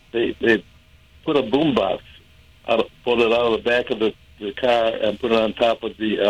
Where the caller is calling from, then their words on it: Boston, Massachusetts, United States; I live in the Hyde Park section of Boston.